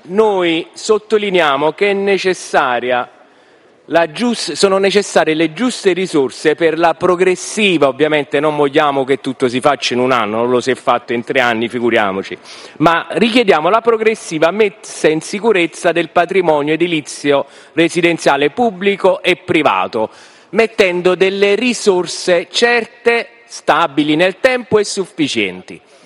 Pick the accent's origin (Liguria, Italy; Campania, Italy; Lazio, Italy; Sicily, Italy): Campania, Italy; per il bene della mia terra, per il bene dei Campi Flegrei